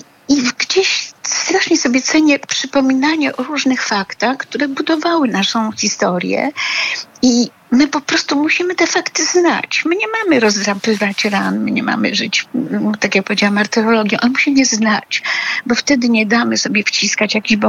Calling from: Warsaw, Masovian Voivodeship, Poland; Ja jestem warszawianką, nie pomorzanką

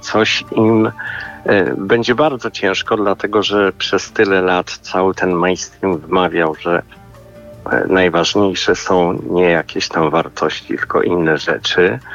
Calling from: Warsaw, Masovian Voivodeship, Poland; z Warszawy.

